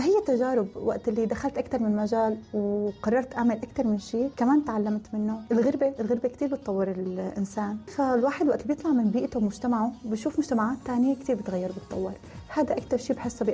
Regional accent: Syria; now in United Arab Emirates; ونحن كسوريين محبوبين بالامارات

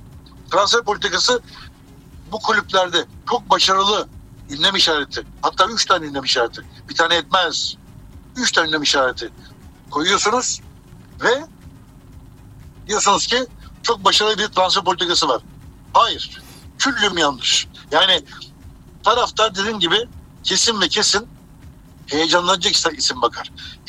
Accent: İzmir, Turkey; Ben kendim biliyorum. İzmirliyim.

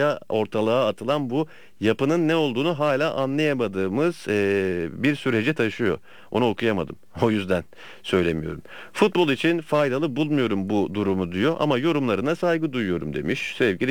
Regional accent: Istanbul, Turkey; born there; gençliğim benim Kadıköy'de geçti belki de ya.

